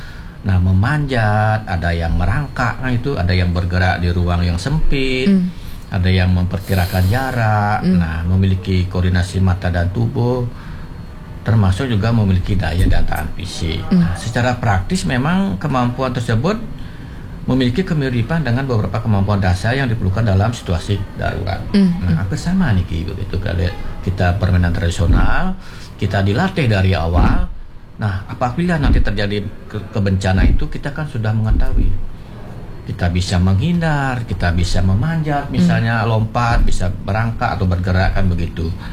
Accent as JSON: {"language": "Indonesian", "region": "Bali", "country": "Indonesia", "said": "karena kita orang Bali, kita orang Bali, kita memiliki warisan budaya yang tak benda tuh"}